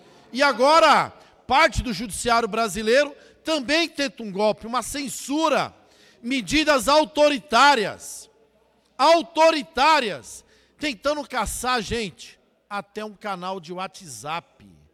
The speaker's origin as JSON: {"language": "Portuguese", "town": "Guarulhos", "region": "São Paulo", "country": "Brazil", "tie": "born or raised there", "said": "minha querida Guarulhos, cidade onde eu nasci, me criei vivo."}